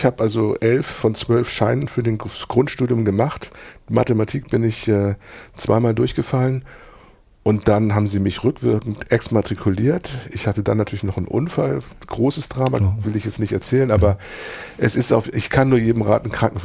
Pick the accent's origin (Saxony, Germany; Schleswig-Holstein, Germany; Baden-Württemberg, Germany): Schleswig-Holstein, Germany; Pinneberg; also born or lived in Hamburg; ich komme aus Hamburg, aber ich habe in Pinneberg groß geworden.